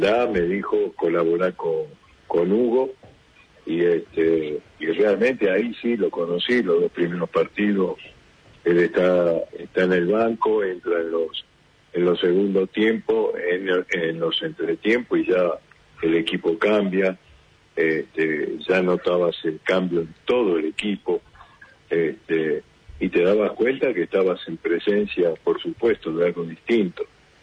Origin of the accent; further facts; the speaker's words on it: Buenos Aires, Argentina; vos no podés ser de Capital, vos sos de la provincia. No, digo, nací en el Piglobano, y siempre estuve en Capital